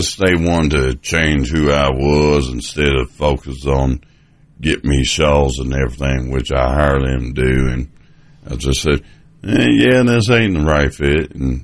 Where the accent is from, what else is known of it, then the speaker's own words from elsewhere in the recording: Kentucky, United States; accent: Kentucky; So, my Kentucky accent